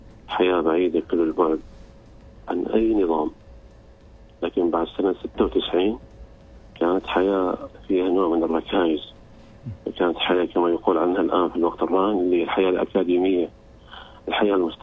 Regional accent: Oman; نحن في عمان

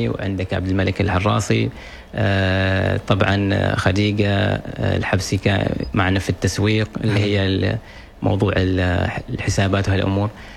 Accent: Oman; إحنا كفريق عمانيين.

